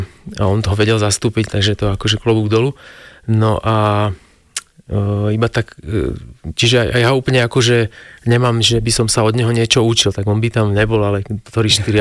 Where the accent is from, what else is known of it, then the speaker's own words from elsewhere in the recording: Bratislava, Bratislava Region, Slovakia; U nás v Bratislave bola taká predajňa